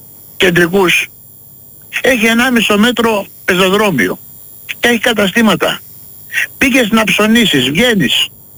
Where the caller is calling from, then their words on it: Komotini, Eastern Macedonia and Thrace, Greece; Εγώ κατάγομαι από την Κομωτινή και εκεί έχει ποδηλατόδρομους.